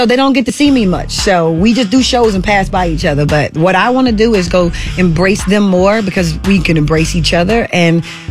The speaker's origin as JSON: {"language": "English", "region": "Louisiana", "country": "United States", "said": "I'm from Louisiana, so it's in me to do it."}